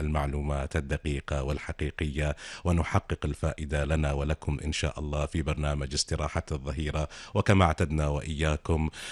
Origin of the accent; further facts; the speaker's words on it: Kuwait; بلادنا الكويت